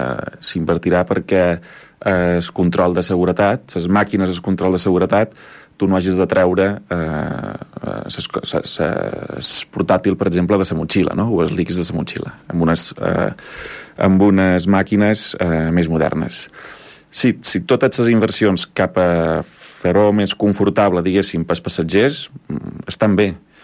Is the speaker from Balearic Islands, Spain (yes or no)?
yes; Menorca, Balearic Islands, Spain; Som els menorquins